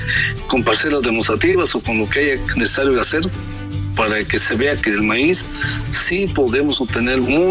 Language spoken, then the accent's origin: Spanish; Mexico; la gente que nos escuche sepa que como mexicanos tenemos ese patrimonio que conservar